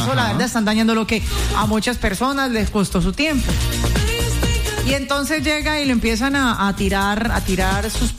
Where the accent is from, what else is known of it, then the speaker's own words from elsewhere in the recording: Cali, Valle del Cauca, Colombia; Y los únicos que estamos quedando como no so vergonzoso somos nosotros los caleños.